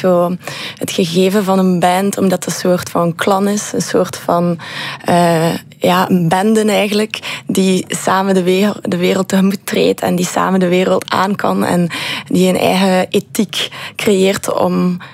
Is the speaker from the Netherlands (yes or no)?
no; Ghent, Flanders, Belgium; first language Dutch; En ik kom van Gent, zoals je kan horen. Dus ik ben er mee opgegroeid.